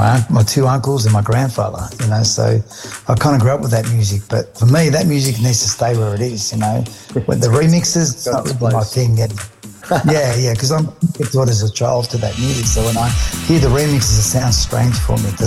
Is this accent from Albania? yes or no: yes; Albania; I'm from the Balkans. I'm Albanian.